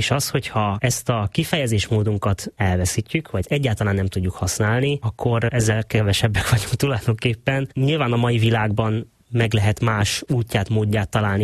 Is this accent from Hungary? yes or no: yes; Bicske, Fejér, Hungary; Én Bicskén nőttem föl